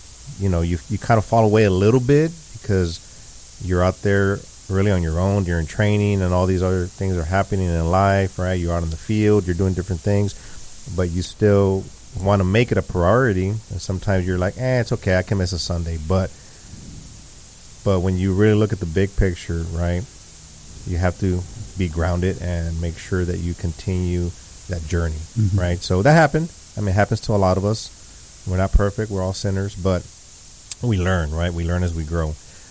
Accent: Mission, Texas, United States; I grew up in South Texas, also in Mission specifically, and we had church with us always. So the majority of my family, I want to say 99%, are Catholic, right? Cradle Catholic.

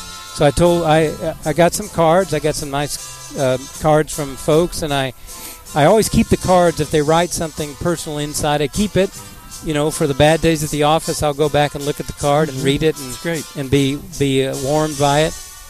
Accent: Longview, Texas, United States; moved away; also born or lived in Bryan-College Station, Texas; I grew up in East Texas, Longview, Texas.

